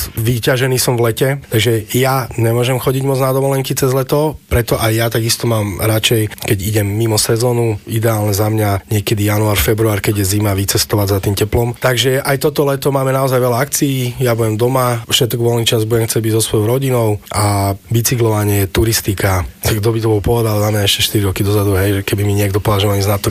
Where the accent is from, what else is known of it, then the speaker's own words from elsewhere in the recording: Bratislava, Bratislava Region, Slovakia; Ja som vyrastal v Petržálke